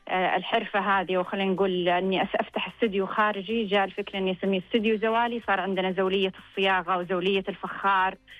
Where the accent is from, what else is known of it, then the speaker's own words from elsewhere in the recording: southern Saudi Arabia, Saudi Arabia; إحنا عندنا في الجنوب